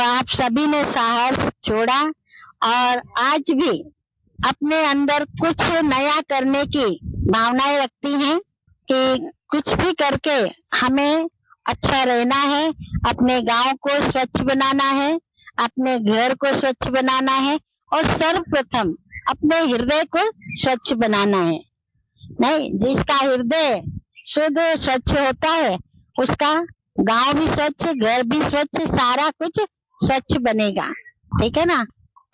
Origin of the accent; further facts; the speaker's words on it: Lucknow, Uttar Pradesh, India; मैं हमारा native place है लखनऊ, और जब से मैं ब्रह्मा कुमारी रूप में समर्पित हुई हूँ तब से मैं राजस्थान में ही हूँ।